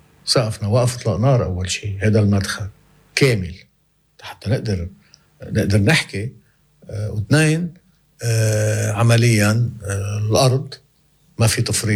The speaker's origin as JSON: {"language": "Arabic", "country": "Lebanon", "said": "كلنا نحن لبنانيين بالأول"}